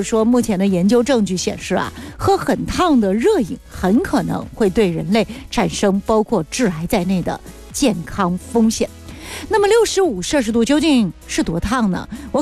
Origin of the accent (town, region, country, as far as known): China